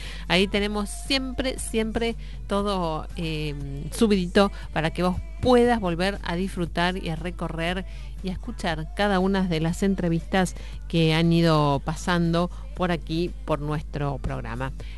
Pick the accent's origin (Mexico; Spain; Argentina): Argentina